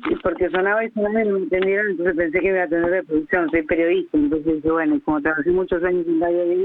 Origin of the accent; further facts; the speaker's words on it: Buenos Aires, Argentina; born there; moved away as an adult; now in Necochea, Argentina; No, hace 1 año y medio. Porque vivía en Capital, nací en Capital. Soy como yo siempre, soy nacida en Capital.